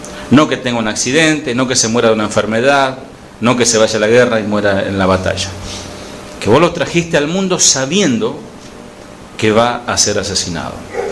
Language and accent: Spanish; Argentina; como buen argentino, un asado